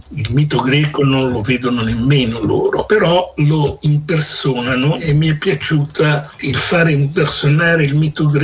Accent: Genoa, Liguria, Italy; born there; now in Milan, Italy; Io nasco a Genova e vivo a Milano da 50 anni.

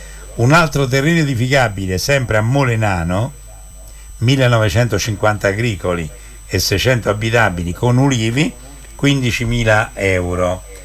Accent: Monteleone di Spoleto, Umbria, Italy; un saluto al mio paese

